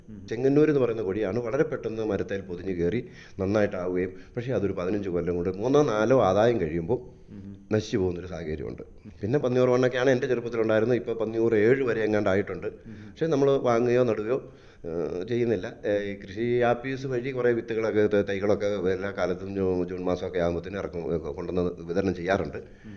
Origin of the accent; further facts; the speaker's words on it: Kerala, India; എരുളഞ്ചാല് പ്രദേശത്ത് ഞങ്ങളുടെ നാട്ടിലുണ്ടായിരുന്നത്.